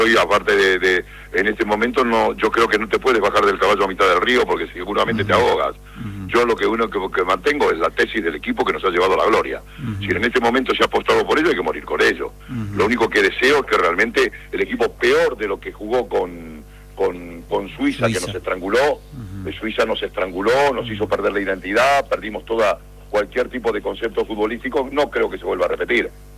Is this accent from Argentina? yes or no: yes; Argentina; now in Spain; 54 años viviendo en España, sí, toda una vida, mis hijos nacieron aquí, todo, pero evidentemente Argentina sobre todo, yo soy argentino y muero por Argentina